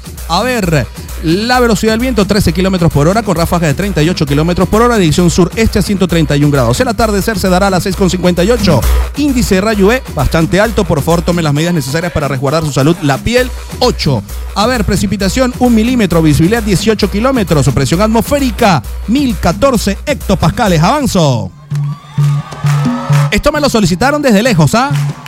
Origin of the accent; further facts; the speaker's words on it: Puerto La Cruz, Anzoátegui, Venezuela; En mi tierra natal, en Puerto La Cruz, en Barcelona, estado Anzoátegui